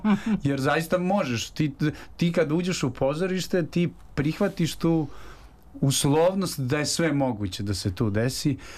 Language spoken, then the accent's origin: Serbian; Užice, Zlatibor District, Serbia; tako je, odakle sam ja, kojega je nažalost trenutne strukture koje su odlučivale o tome, vladajuće, su ga izbacile iz enciklopedije znamenitih Užičana